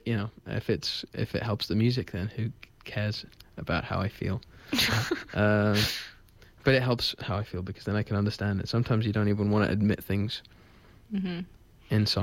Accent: London, United Kingdom; now in New York, United States; Well, I grew up in London, but my family's from Italy

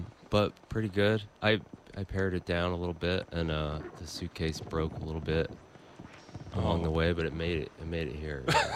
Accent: South Carolina, United States; moved away as an adult; I grew up in South Carolina. I lived there till I was about 20.

